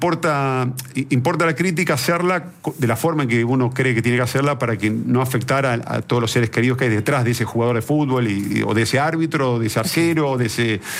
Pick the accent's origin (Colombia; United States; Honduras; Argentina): Argentina; Yo soy argentino.